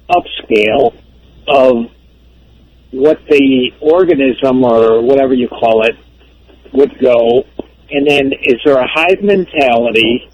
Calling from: Las Vegas, Nevada, United States

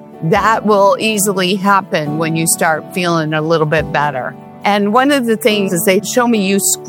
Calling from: California, United States; California.

